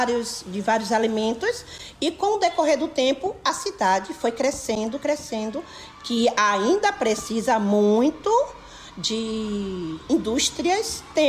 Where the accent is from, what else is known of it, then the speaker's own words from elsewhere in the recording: Terra Nova, Brazil; Tive a oportunidade de sair logo ao casar, mas aqui fiz a minha morada. Nasci, morei, moro aqui até hoje, né, 65 anos.